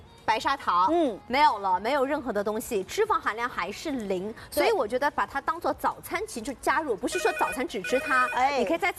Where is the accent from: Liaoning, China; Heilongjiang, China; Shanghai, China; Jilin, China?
Shanghai, China; 而且接下来秋老虎来袭啊，我们上海人都知道的。